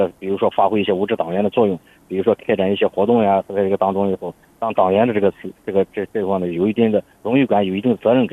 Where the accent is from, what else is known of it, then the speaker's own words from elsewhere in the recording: China; 我是从小就在泉水村出生长大的